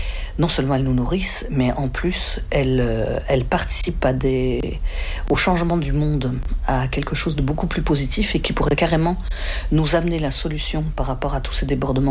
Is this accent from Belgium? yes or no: yes; Belgium; now in Gembloux, Belgium; je suis belge, j'habite à Gembloux, dans la province de Namur